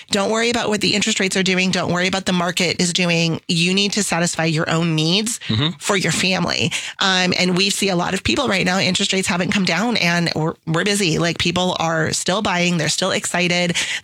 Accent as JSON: {"language": "English", "town": "Peoria", "region": "Arizona", "country": "United States", "tie": "born or raised there", "said": "I'm a Peoria girl through and through. So we were born and raised in South Peoria. We live in North Peoria."}